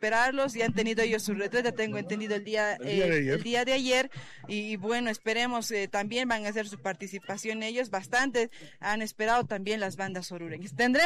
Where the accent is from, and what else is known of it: Potosí, Bolivia